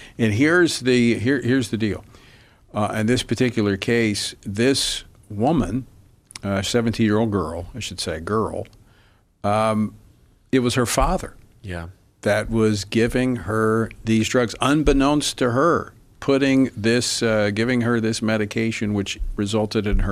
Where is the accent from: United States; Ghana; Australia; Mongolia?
United States; Louisiana; which is back in my home state of Louisiana